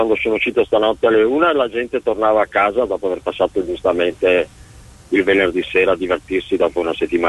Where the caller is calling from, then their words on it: Padua, Veneto, Italy; Da Padova.